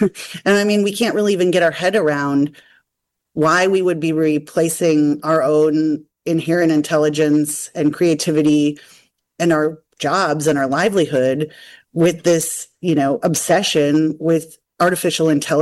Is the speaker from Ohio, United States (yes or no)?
no; Wisconsin, United States; there's one that is about, you know, 20 miles up the road from my hometown, and in a very small town, a pretty Republican part of the country, on north of Milwaukee in Port Washington, Wisconsin.